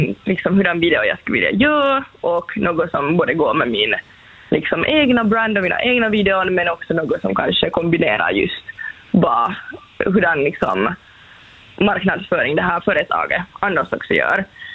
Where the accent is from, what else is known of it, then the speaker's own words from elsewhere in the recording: Finland; first language Swedish; jag är liksom finlandssvenska, svenska är mitt modersmål